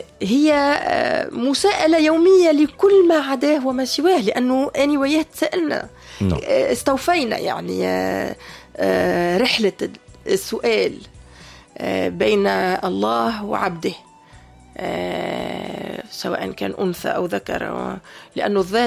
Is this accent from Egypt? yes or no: no; Tunisia; ما كانوش يتصوروا إلا أني تونسية، كانوا يعتقدون أنه جذوري أو عندي نسب أني من فلسطين